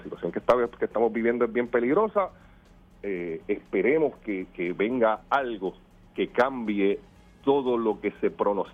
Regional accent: Fajardo, Puerto Rico; el partido de mayoría de mi pueblo de Fajardo

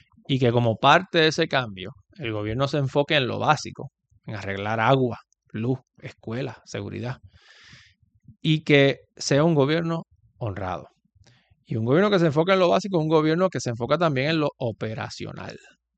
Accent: Puerto Rico; Para mí, como puertorriqueño, lo más que me interesa

